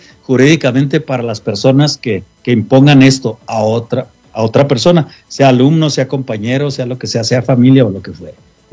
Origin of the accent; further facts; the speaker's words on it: Chihuahua, Mexico; para los que somos de Chihuahua